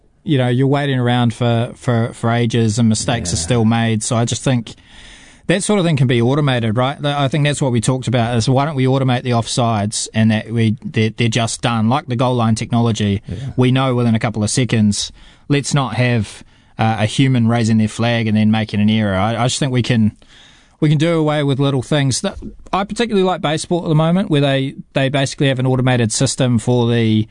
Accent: Kapiti, Wellington, New Zealand; I've got a soft spot in my heart for Hearts, only because growing up in Kapiti, I played for the Raumati Hearts.

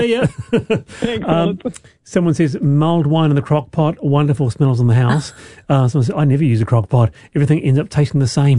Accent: Manurewa, Auckland, New Zealand; The memories of the late 70s, growing up in Manurewa, flooding back

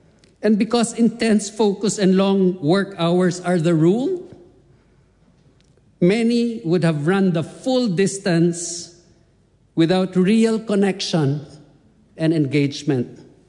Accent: Philippines; now in New Zealand; I was invited to speak as the Filipino-New Zealander MP at the Filipino Diaspora Conference

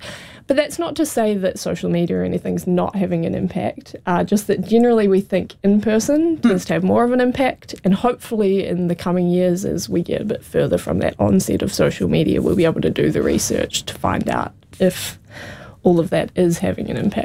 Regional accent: New Zealand; we, as New Zealanders

